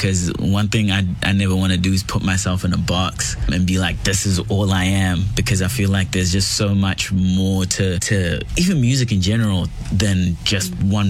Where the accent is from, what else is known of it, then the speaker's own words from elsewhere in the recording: New Zealand; also born or lived in Zimbabwe / Canada; I was born in Zimbabwe. I grew up here in New Zealand and in Canada and in lots of different places at the same time.